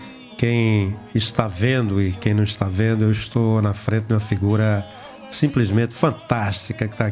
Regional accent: Ouricuri, Pernambuco, Brazil; E sou de Oricuri e eu fico muito emocionado estar nesse programa porque ele me lembra muito, né, a nossa história, a história do sertão

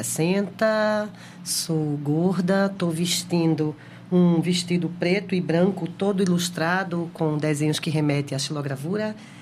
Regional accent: Recife, Pernambuco, Brazil; born there; Eu sou de Recife, nasci em Recife, mas a minha família toda é do sertão do Pajeú.

